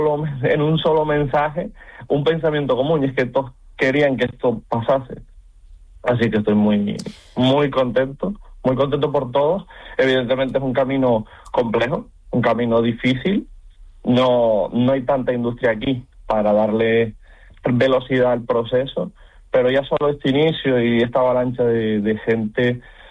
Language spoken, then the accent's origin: Spanish; Canary Islands, Spain; Aparte de que me considero un canario completo, o sea, miro por y para Canarias.